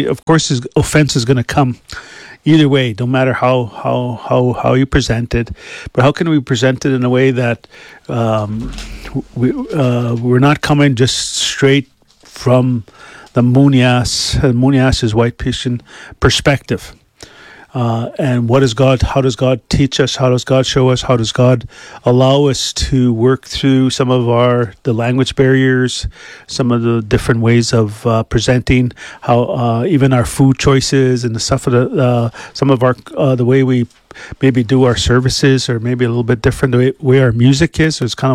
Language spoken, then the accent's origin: English; Saskatchewan, Canada; We're just a couple local natives, First Nations, Indigenous to Canada. I come from Papiksi's First Nation.